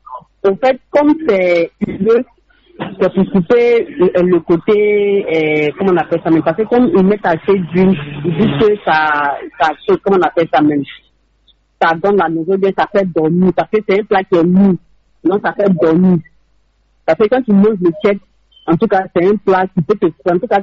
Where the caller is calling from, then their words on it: Songon, Abidjan, Côte d’Ivoire; Je appelle de Songo.